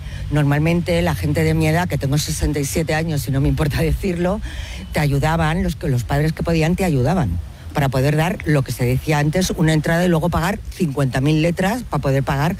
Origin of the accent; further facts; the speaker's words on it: Madrid, Community of Madrid, Spain; yo no provengo de este barrio, vengo de un barrio de Pueblo Nuevo, al lado de, en Ciudad Lineal, que es un barrio normal y corriente